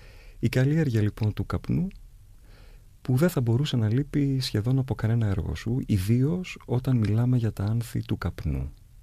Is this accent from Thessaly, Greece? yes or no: yes; Elassona, Thessaly, Greece; Οι δύο τόποι μας, ο δικός σου στην Πιερία και ο δικός μου στη Βόρεια Θεσσαλία, στην Ελασσόνα, τους ενώνει ο καπνός.